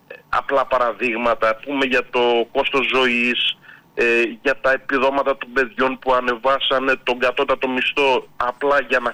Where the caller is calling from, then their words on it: Greece; είμαστε Έλληνες φορολογούμενοι